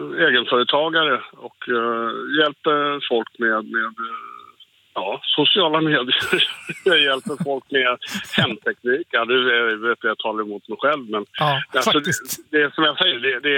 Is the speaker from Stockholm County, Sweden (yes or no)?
yes; Stockholm, Stockholm County, Sweden; now in Västervik, Sweden; Jag är själv från Stockholm.